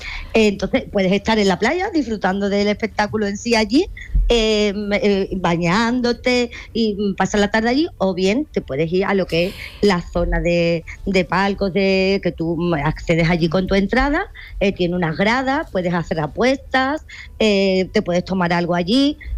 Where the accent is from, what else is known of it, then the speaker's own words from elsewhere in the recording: Seville, Andalusia, Spain; yo soy de Sevilla.